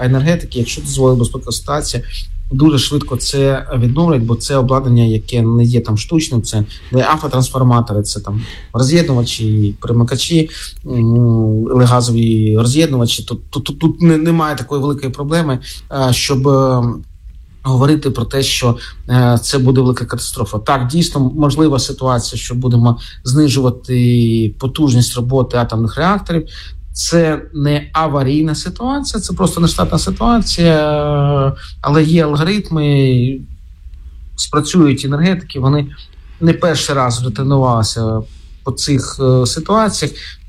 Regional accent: Kharkiv Oblast, Ukraine; це або моя рідна Харківщина, або Чернігівщина, Сумщина

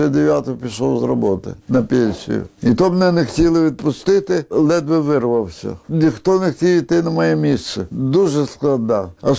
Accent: Khmelnytskyi, Khmelnytskyi Oblast, Ukraine; Народився я коло річки. Там, де зараз будинок Бита, там стояв двоповерховий будинок, це ми в тому будинку жили.

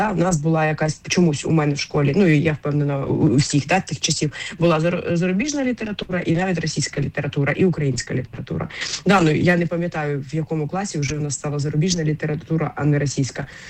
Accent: Kharkiv, Kharkiv Oblast, Ukraine; я сама із Харкова, і я ще ну жила там геть недалеко від цього будинку

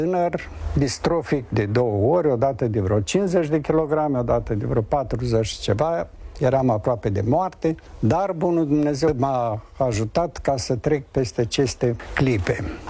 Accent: Chernivtsi, Chernivtsi Oblast, Ukraine; le-am povestit colegilor că eu sunt din Cernăuți.

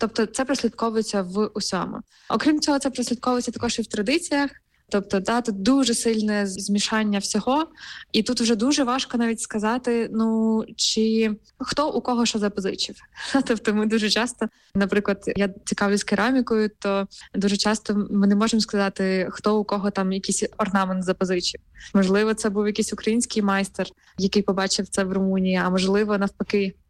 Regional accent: Chernivtsi Oblast, Ukraine; Загалом мені Буковина про дім. От, я, напевно, що і не можу якось так суб'єктивно це оцінити, тому що це моя мала батьківщина.

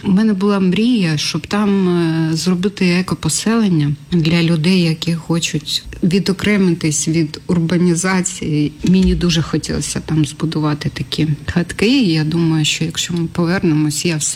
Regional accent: Zaporizhzhia, Zaporizhzhia Oblast, Ukraine; моє рідне місто

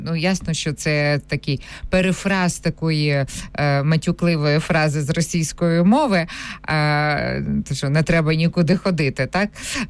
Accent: Kyiv, Ukraine; ми, кияни, ми тут живемо

